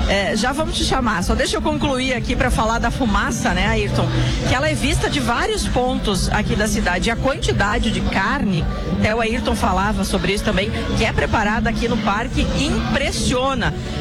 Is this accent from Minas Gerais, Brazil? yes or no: no; Rio Grande do Sul, Brazil; para nós que somos gaúchos.